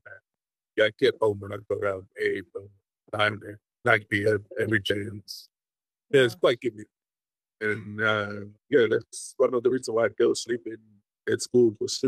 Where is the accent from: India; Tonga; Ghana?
Tonga; also born or lived in Samoa / New Zealand / Hawaii / Japan; I was born in Tonga. 1983, and I grew up here in Tonga, but sort of moving around the island. We moved to Samoa, back to Tonga, and then New Zealand, Hawaii, and then Japan.